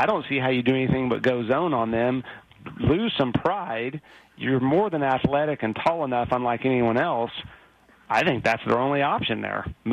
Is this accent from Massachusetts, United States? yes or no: no; Oklahoma, United States; Thunder fan, I'm from Oklahoma originally.